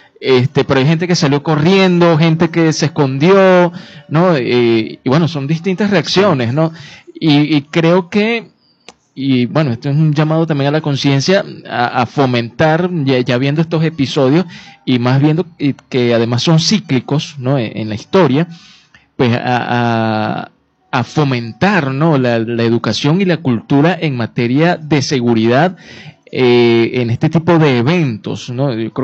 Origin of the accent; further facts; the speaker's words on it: Venezuela; que tenemos como venezolanos